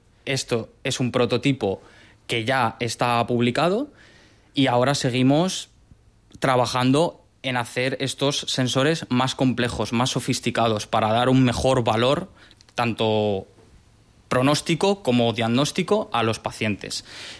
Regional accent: Madrid, Community of Madrid, Spain; now in Balearic Islands, Spain; yo hice biología en Madrid, soy madrileño

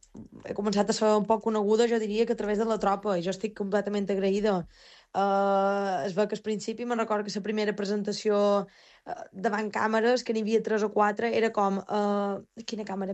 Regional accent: Es Migjorn Gran, Balearic Islands, Spain; jo som d'un poble molt petit de Menorca, que es diu Es Migjorn, i menorquina de tota la vida... som filla única

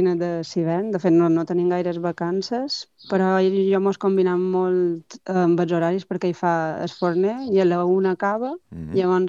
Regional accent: Bunyola, Balearic Islands, Spain; Ja havia estat també l'any passat a Bunyola, nosaltres som de Bunyola, i mos coneixíem.

